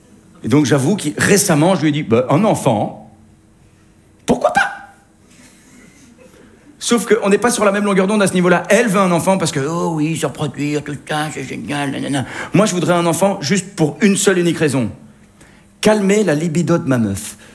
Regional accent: Belgium

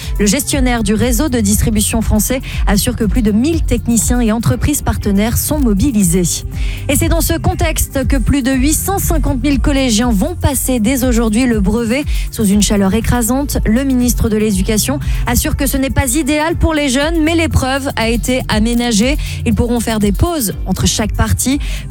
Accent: France; chez nous en France

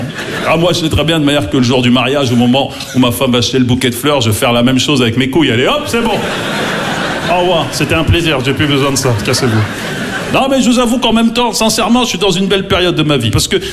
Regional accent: Maisons-Alfort, Île-de-France, France; parce que j'ai grandi à Maison-Alfort, en plus, tu vois, dans le 9-4, tu vois.

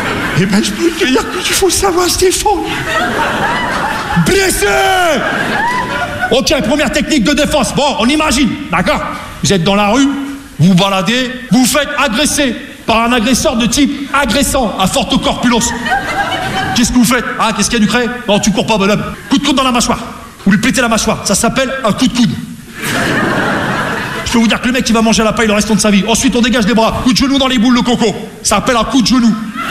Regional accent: Rouen, Normandy, France

